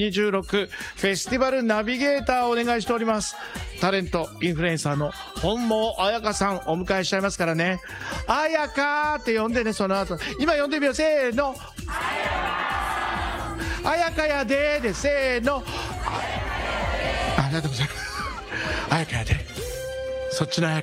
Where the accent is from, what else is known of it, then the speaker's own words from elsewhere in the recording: Shizuoka, Japan; moved away; 静岡から出てきて一人暮らしをして自炊してましたよ。